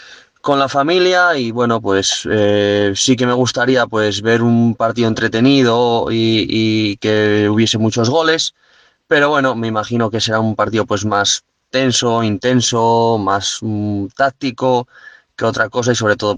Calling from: Gijón, Asturias, Spain; como buen gijonés

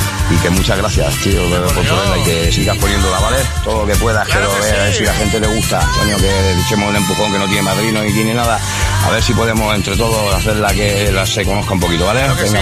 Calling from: Elche, Valencian Community, Spain; de Elche.

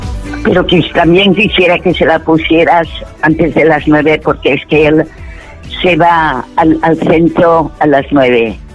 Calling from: Alberique, Valencian Community, Spain; de Alberique.

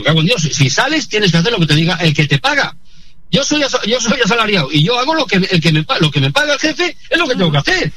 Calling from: Valladolid, Castile and León, Spain; soy el camionero de Valladolid

